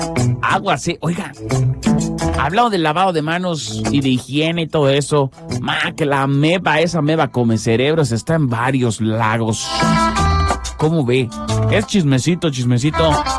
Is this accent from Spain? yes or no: no; Yucatán, Mexico; Los yucatecos casi no tenemos cuello